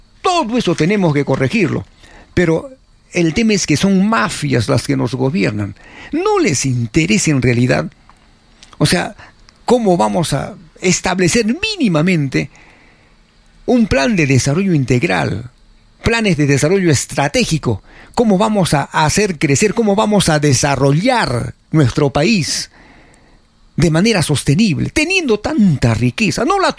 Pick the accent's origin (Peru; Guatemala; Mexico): Peru